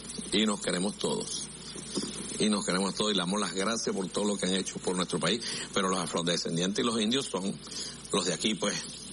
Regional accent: Venezuela

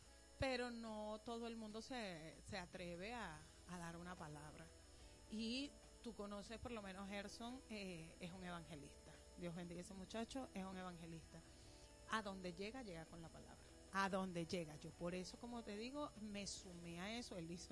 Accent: Venezuela; Yo pienso que en Venezuela

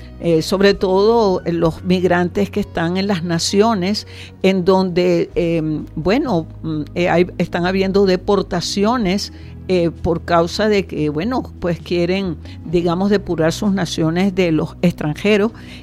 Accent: Venezuela

